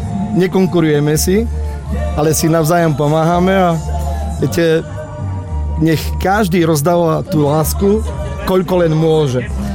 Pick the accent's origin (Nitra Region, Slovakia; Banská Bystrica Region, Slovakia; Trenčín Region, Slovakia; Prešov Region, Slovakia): Prešov Region, Slovakia; Kolačkov; accent: Goral; A pozývam aj do nás do Koločka, pretože aj v nedeli u nás je v Koločku slavnosti, takže goralské. Takže aj u nás v Kolačkove pozývam všetkým.